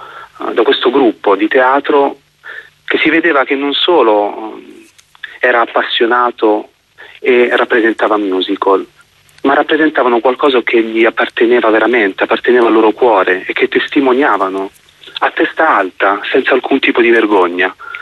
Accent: Apulia, Italy; moved away as an adult; io facevo teatro con i miei amici nel mio paese, in provincia di Bari.

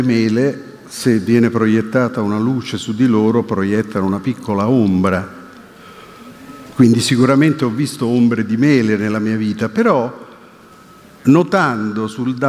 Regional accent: Rome, Lazio, Italy; Io che sono nato e vissuto a Roma

